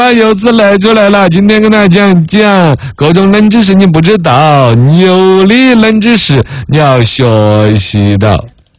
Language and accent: Chinese; China